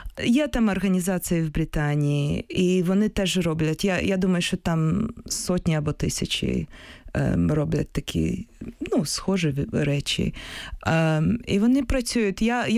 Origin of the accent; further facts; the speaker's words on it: Kyiv, Ukraine; Я сама з Києва, тому я тут зупиняюся.